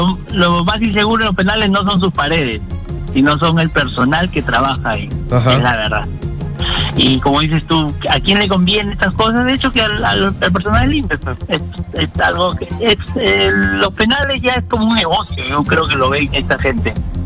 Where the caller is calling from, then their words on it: Lima, Peru; ahorita estoy en Fuerza Juan de Lurigancho